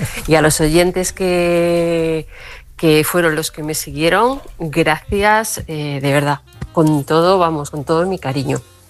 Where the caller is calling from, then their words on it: Toledo, Castilla-La Mancha, Spain; Álvaro, buenas noches. … de Toledo.